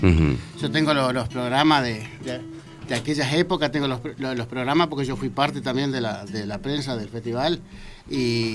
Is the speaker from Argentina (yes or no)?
yes; Estación Sosa, Entre Ríos, Argentina; now in Paraná, Argentina; yo soy de Estación Sosa, pero estoy en Paraná.